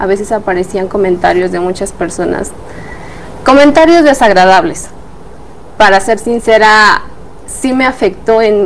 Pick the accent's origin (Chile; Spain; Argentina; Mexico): Mexico; Santiago Mezquititlán, Querétaro; Soy de la comunidad de Santiago Mezquititlán. Es una comunidad muy, muy grande del municipio.